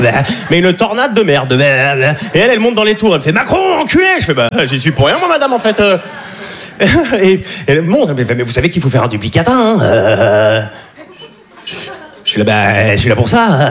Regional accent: Switzerland; Parce que je suis suisse, sauf que moi, j'ai du pouvoir d'achat.

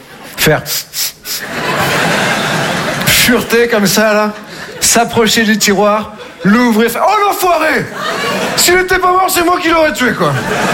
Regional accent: Nouvelle-Aquitaine, France; Moi, je viens des Deux-Sèvres, entre le Puy du Fou et le Futuroscope. Voilà, c'est au milieu. C'est là où les gens s'arrêtent pour pisser, tu vois.

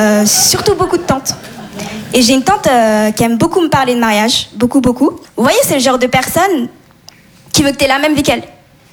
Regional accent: Comoros; je viens des Comores. Et nous, on est vraiment connus pour célébrer de très, très grands mariages.

